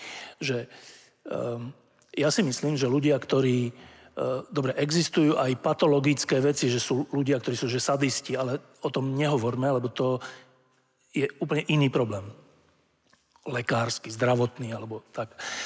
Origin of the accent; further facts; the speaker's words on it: Bratislava, Bratislava Region, Slovakia; Ja som vyrastal v Bratislave, v Petržalke, to je takéto sídlisko, 100-tisícové, samé paneláky.